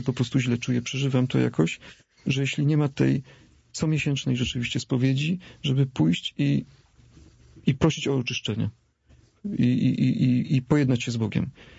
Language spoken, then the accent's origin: Polish; Silesian Voivodeship, Poland; urodziłem się na Śląsku i wychowałem się na podwórku śląskim, wśród kanysów, w ordungu, w porządku, prawda?